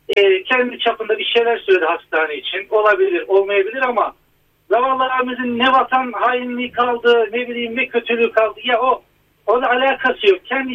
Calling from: Konya, Turkey; Konya'dan arıyorum.

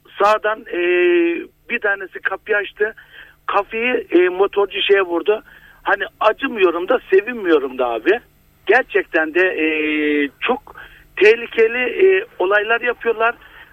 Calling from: Safranbolu, Karabük, Turkey; Ben Safranbolu'dan arıyorum

